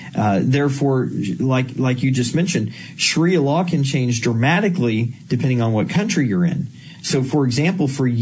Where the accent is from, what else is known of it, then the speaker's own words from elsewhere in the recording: Texas, United States; my home state of Texas